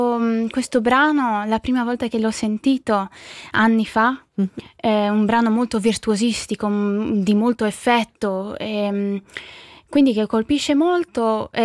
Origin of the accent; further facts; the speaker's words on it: Lugano, Ticino, Switzerland; con un'orchestra che ha accompagnato la mia vita sin da piccola è un'opportunità molto speciale. Io ho vissuto a Lugano da tutta la mia vita